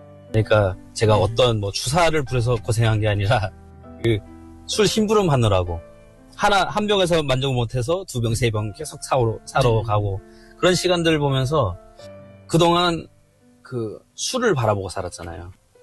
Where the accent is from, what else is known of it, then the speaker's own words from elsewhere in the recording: China; now in South Korea; 그 벌써 제가 중국 한국에 온 지도 20몇 년이 됐거든요. 근데 중국에서부터 불렀던 찬양이 하나 있어요.